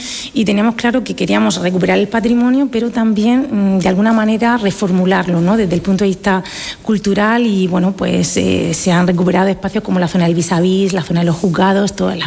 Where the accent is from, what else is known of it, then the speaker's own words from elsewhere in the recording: Region of Murcia, Spain; Muy murciana, te lo hice una vecina de pedanías, yo soy del Esparral, soy campillera